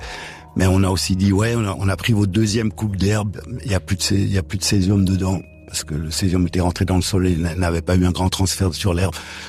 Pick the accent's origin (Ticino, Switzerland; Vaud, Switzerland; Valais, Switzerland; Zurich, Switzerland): Ticino, Switzerland; dans les régions les plus fortement contaminées, c'est-à-dire chez nous au Tessin et dans le sud des Alpes.